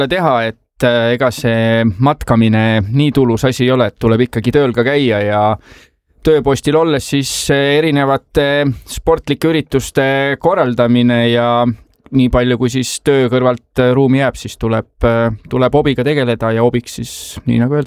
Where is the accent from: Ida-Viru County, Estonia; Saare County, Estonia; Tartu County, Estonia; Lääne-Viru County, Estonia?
Tartu County, Estonia; Tartu; Toomel sündinud ja põline tartlane